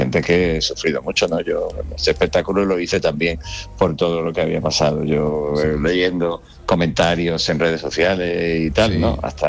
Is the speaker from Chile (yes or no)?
no; Andalusia, Spain; muchas veces también me relajo y hablo más con mi acento natal y en fin, hay pequeñas confidencias que son normales, eso no se trae. Incluso cuando ya voy a Cádiz o San Fernando, pues todavía la complicidad es más todavía